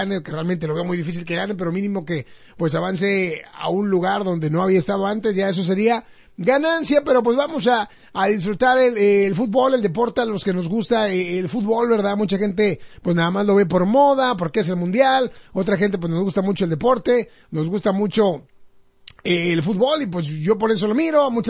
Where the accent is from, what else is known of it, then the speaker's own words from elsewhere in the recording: Mexico; Yo, pues, obviamente soy mexicano.